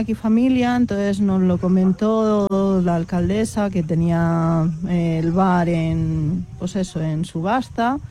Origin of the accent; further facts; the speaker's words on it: Roquetas de Mar, Andalusia, Spain; Y yo vengo de Roquetas.